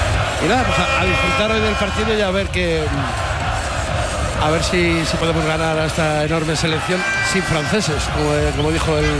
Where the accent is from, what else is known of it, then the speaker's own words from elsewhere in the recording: Bilbao, Basque Country, Spain; Soy de Bilbao y me gustaba mucho el Barça.